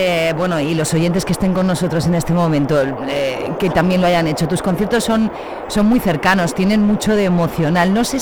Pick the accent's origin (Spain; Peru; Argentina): Spain; Zamora, Castile and León; vuelves a mi tierra